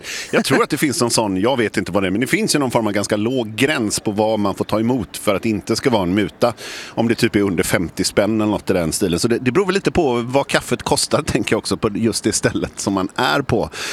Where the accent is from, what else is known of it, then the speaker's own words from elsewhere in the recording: Vallentuna, Stockholm County, Sweden; Nästa vecka, tror jag att det var, då ska vi till min hemkommun Vallentuna